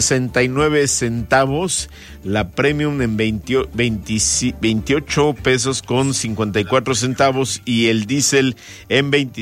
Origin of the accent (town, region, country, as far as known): Mexico